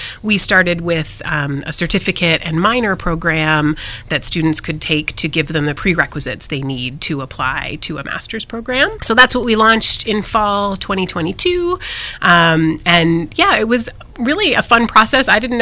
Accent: Toronto, Ontario, Canada; moved away as an adult; also born or lived in Vancouver; now in California, United States; I grew up in Canada, so we start learning French pretty early, and I always really loved learning French.

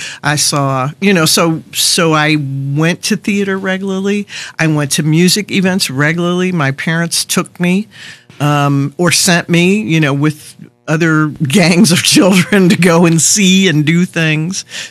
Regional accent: Detroit, Michigan, United States; moved away as an adult; now in California, United States; I'm from Detroit, is my hometown, the Motor City, the Motor Capital. I came here to California in 1989, but spent a big part of my childhood there in the city of Detroit growing up. And it's a great place.

